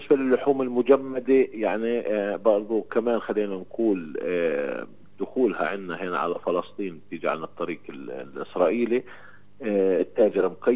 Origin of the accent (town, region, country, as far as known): Palestine